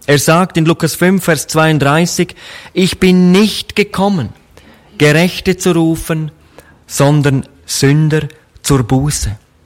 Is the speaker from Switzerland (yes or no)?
yes; Switzerland; accent: Swiss; Ich komme ja aus der Schweiz, das hört man, glaube ich, an meiner Sprache.